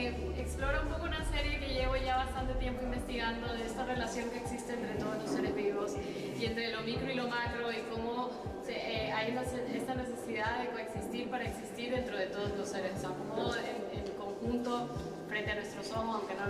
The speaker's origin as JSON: {"language": "Spanish", "country": "Ecuador", "said": "soy ecuatoriana también."}